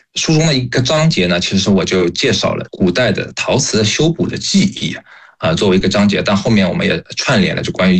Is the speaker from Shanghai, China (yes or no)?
yes; Shanghai, China; 能作为一个上海人